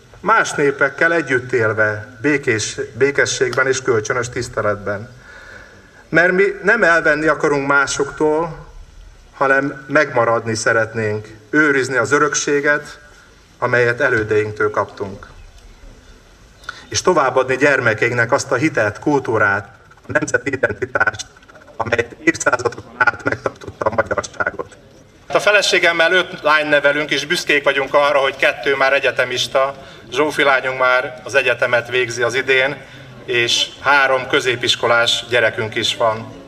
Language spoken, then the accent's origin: Hungarian; Zakarpattia Oblast, Ukraine; Ez az a hely, ahonnan mi jöttünk. Ez egy olyan vidék, ami a történelmével, kultúrájával, hőseivel és áldozatvállalásával szervesen hozzá tartozik a magyar nemzet egészéhez.